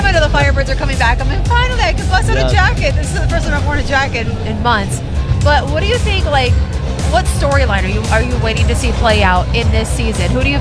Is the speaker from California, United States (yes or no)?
yes; Coachella Valley, California, United States; I grew up in the Coachella Valley.